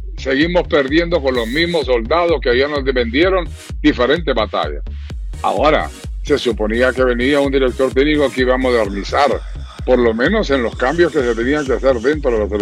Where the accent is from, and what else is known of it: Honduras